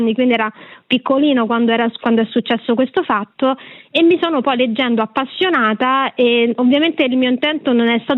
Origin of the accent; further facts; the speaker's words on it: Rome, Lazio, Italy; io sono di Roma